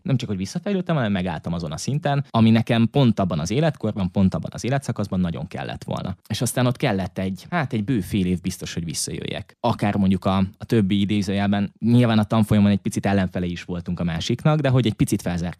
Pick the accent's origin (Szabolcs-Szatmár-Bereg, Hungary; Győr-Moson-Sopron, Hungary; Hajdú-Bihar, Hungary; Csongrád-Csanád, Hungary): Csongrád-Csanád, Hungary; Hódmezővásárhely; Én Hódmezővásárhelyi vagyok